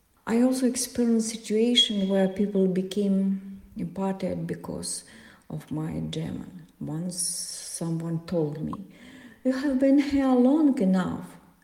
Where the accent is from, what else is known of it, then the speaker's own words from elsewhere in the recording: Senegal; Once someone had my accent and asked me where I was actually from. I said Senegal, and the person asked again, but where are you really from?